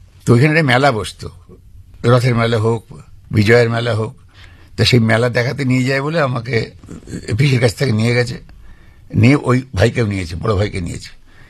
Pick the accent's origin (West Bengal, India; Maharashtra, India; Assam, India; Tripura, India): West Bengal, India; Kolkata; born there; also born or lived in Jessore, Bangladesh; তো আমার জন্ম হয়েছিল বেলেঘাটায়, বাপের বাড়ি ছিল যশোরে গোপের ঘাটে।